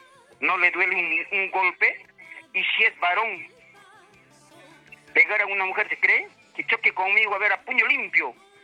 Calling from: Ayacucho, Peru; Soy de Huamanga, Ayacucho.

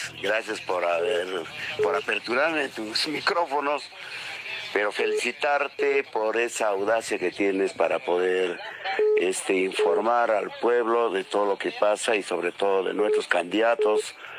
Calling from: Peru; yo como santiaguino, que yo vivo acá

